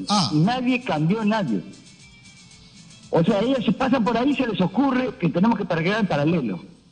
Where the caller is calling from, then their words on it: Lima, Peru; Buenas noches, realmente, de Lince.